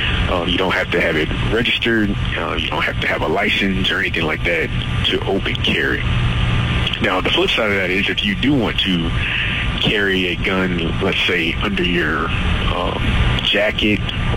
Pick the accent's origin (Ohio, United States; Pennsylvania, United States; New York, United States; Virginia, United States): Virginia, United States; Chesapeake; also born or lived in Portsmouth, Virginia; I'm born and raised, actually I was born in Portsmouth, but raised in Chesapeake. I graduated from Indian River High School.